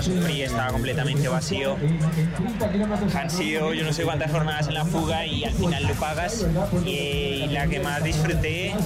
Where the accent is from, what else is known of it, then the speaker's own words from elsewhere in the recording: Bogotá, Colombia; soy orgullosamente colombiano y llevo la bandera en mi pecho. Y antes que ser un corredor y eso, soy colombiano, soy un chico de Bogotá